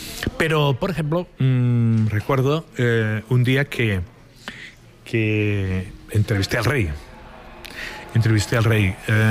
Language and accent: Spanish; Barcelona, Catalonia, Spain; Para yo soy de Sant Andreu, es un barrio que está bastante lejos